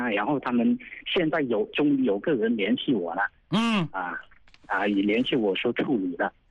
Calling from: Nanning, Guangxi, China; 我广西南宁的

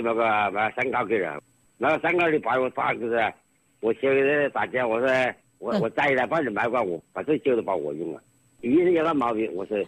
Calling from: Tianjin, China; 我是天津

